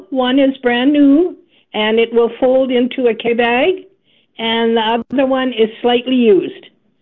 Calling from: Winnipeg, Manitoba, Canada; From Winnipeg, Manitoba.

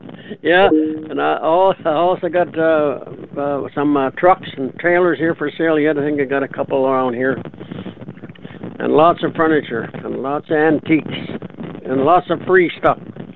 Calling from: Manitoba, Canada; Calling from the Interlake.

